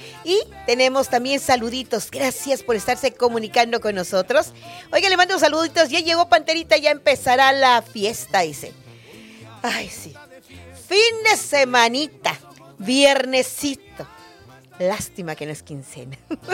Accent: Quintana Roo, Mexico; tengo que presumir nuestro estado de Quintana Roo porque pues yo soy quintanarroense.

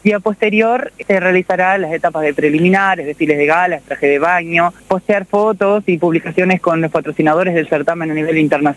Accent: Melo, Cerro Largo, Uruguay; yo soy oriunda de Melo

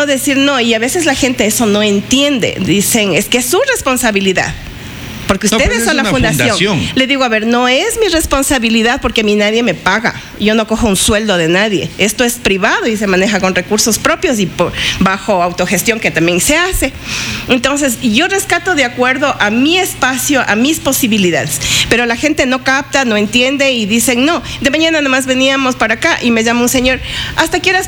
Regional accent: Tena, Napo, Ecuador; moved away as an adult; also born or lived in Baeza; now in Ecuador (Sierra); Soy del Oriente y siempre hemos tenido animalitos ahí

